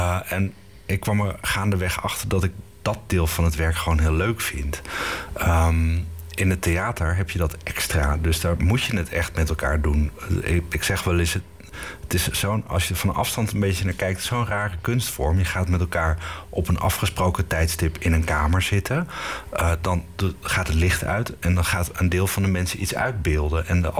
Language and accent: Dutch; Tiel, Gelderland, Netherlands; now in The Hague, Netherlands; En ik kwam uit Tiel op dat moment. Dus Den Haag was niet per se een vanzelfsprekende keuze.